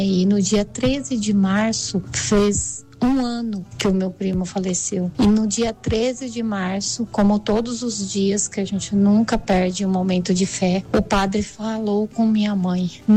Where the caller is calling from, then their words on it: Bertioga, São Paulo, Brazil; sou de Bertioga